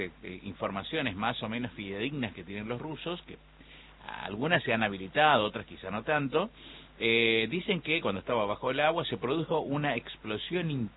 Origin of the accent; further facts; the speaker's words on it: Argentina; nos enorgullece como argentinos